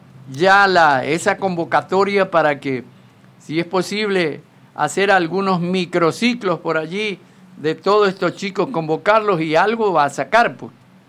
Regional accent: Ecuador

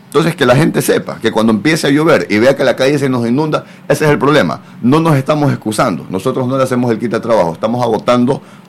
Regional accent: Guayaquil, Guayas, Ecuador; En Guayaquil, nosotros que somos guayaquileños sabemos que Guayaquil es una ciudad que está a metro y medio sobre el nivel del mar

